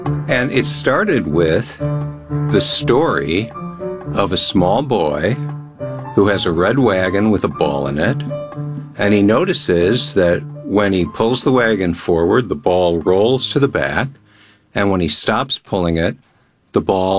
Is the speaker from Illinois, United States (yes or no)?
yes; Chicago, Illinois, United States; I grew up in the Chicago area.